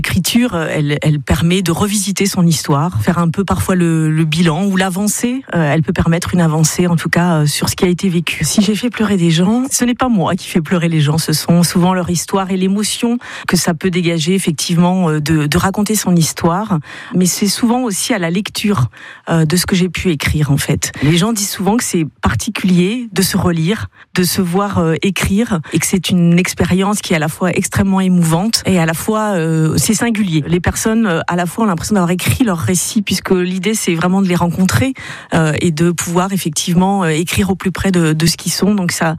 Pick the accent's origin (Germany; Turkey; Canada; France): France; Parigné-l'Évêque, Pays de la Loire; also born or lived in Le Mans; j'ai 50 ans. Je suis née au Mans et j'ai grandi à Parigny-l'Évêque.